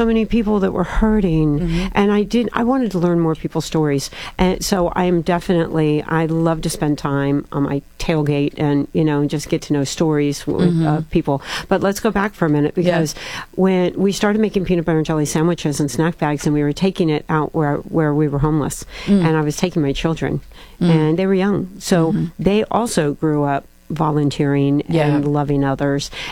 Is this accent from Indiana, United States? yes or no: yes; Indiana, United States; And we grew up in Indiana. And so I knew what volunteering felt like.